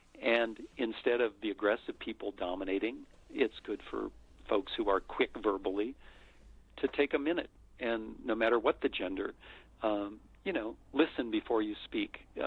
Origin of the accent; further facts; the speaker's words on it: United States; I'm white, I'm male, I'm American, I'm, you know, educated